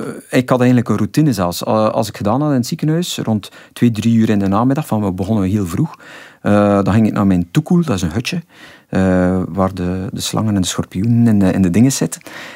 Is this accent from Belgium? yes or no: yes; Flanders, Belgium